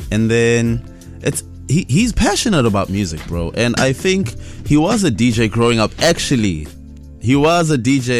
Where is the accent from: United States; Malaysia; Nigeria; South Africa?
South Africa; Vosloorus, Gauteng; So I'm from the hood. I'm from Kasi. I'm from Vosloorus, the east of Joburg. It's a township called Vosloorus.